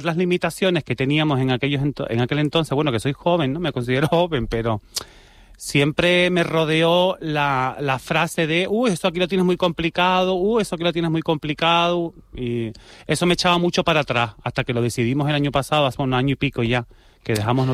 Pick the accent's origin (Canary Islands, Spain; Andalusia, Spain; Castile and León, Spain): Canary Islands, Spain; San Juan de la Rambla; born or raised there